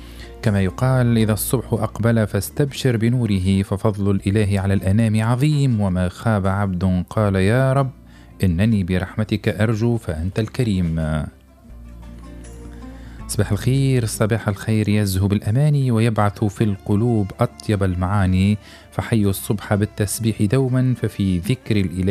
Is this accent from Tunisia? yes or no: yes; Tunisia